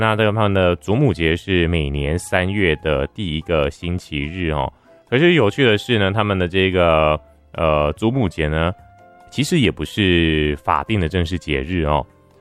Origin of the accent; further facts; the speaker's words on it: Taiwan; 为了要唤起我们台湾人呢更加重视家庭世代的这个关系落实哦